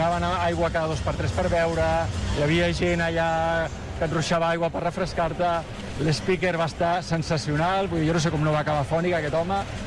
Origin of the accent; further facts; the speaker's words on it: Barcelona, Catalonia, Spain; now in Badalona area, Spain; jo vaig néixer, em vaig criar a Barcelona